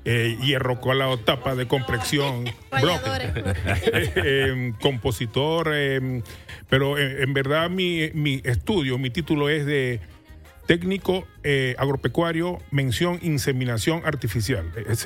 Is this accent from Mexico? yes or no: no; La Concepción, Zulia, Venezuela; moved away as an adult; now in Cabimas, Venezuela; Yo nací aquí en La Concepción, y estudié ahí. Pero después me fui a Cabima y trabajando con la empresa petrolera PDVSA.